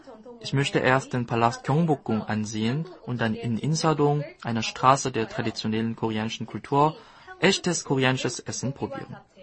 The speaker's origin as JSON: {"language": "German", "country": "Kazakhstan", "second_language": "German", "said": "Ich komme aus Kasachstan."}